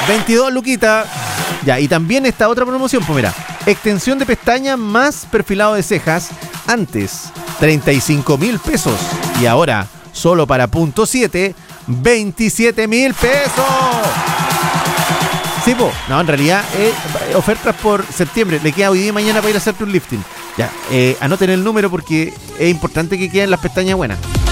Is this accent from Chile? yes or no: yes; Puerto Montt, Los Lagos, Chile; Vemos si somos de Puerto Montt. Nacido y criado con una yolga acá en el cuello.